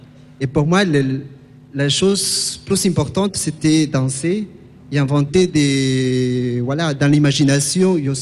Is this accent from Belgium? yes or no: no; Peru; je viens du Pérou, j'ai 30 ans.